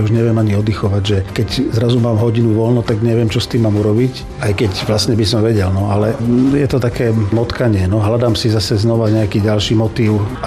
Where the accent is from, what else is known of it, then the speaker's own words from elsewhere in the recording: Dolný Kubín, Žilina Region, Slovakia; also born or lived in Ružomberok; narodil som sa v Ružomberku, ale vyrastal v Dolnom Kubíne, lebo v Kubíne nebola pôrodnica, takže skôr to bolo tak, ale s Ružomberkom mám tiež veľké vzťahy, lebo tam žila dosť veľa mojej rodiny